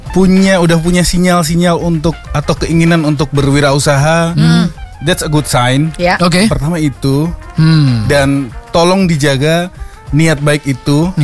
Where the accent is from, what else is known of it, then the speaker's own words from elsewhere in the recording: South Jakarta, Jakarta, Indonesia; Iya, kita kan anak Jaksel ya.